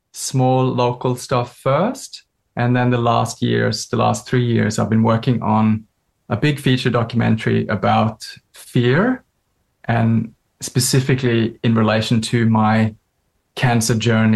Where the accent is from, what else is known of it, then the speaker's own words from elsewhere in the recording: Norway; moved away as an adult; now in Australia; I'm from Norway, but have lived in Australia since 2002.